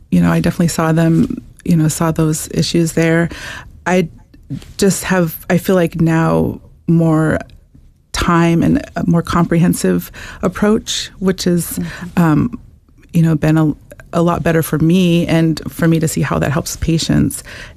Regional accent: Montana, United States; I grew up on the Northern Cheyenne Reservation, and I decided to go into healthcare

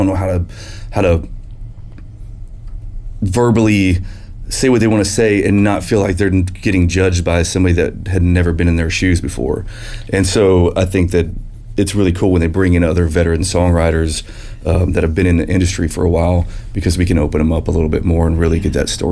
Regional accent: Colorado, United States; now in Mexico; Growing up in Colorado and like just Western culture, I got into doing rodeo.

